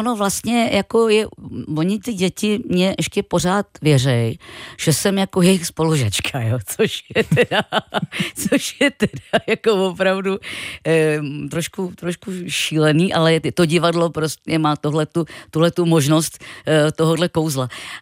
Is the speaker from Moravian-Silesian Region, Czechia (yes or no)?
no; České Budějovice, South Bohemian Region, Czechia; to je v podstatě moje dětství v Českých Budějcích.